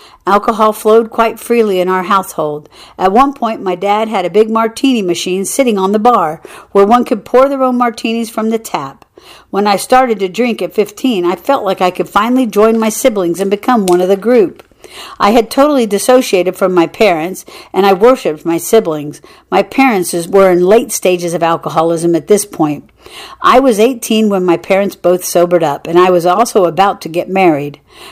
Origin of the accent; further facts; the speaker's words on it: Canadian Prairies, Canada; I was raised on the Canadian prairie, so I often make the analogy of my mother's sobriety being like fresh tracks after a snowfall.